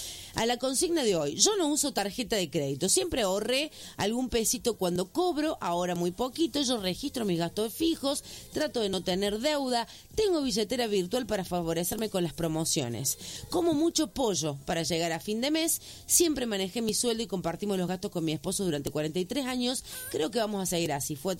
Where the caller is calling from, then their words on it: Mar del Plata, Buenos Aires Province, Argentina; Y hasta ahora me dio resultado … de Mar del Plata.